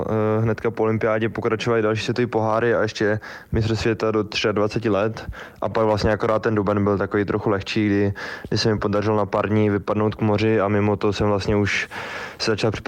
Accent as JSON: {"language": "Czech", "town": "Boží Dar", "region": "Karlovy Vary Region", "country": "Czechia", "said": "jak se říká, všude dobře a doma nejlíp a u nás na Božím daru ty tratě jsou skvělý, takže já to tam absolutně miluju a tam se mi vždycky lyže nejlíp"}